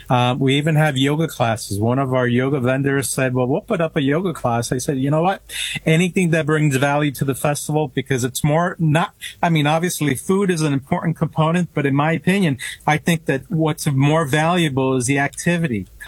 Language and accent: English; New York City, New York, United States; also born or lived in Tuxedo